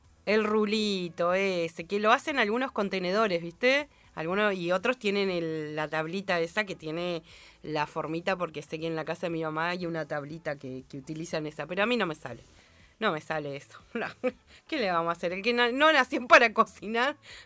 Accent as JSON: {"language": "Spanish", "region": "Patagonia", "country": "Argentina", "tie": "born there", "said": "los que somos nacidos aquí en la Patagonia. Y los que somos de esa zona"}